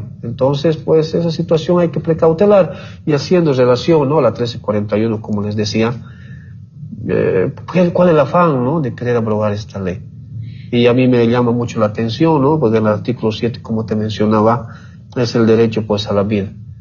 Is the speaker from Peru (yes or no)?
no; Bolivia; porque al final todos somos bolivianos.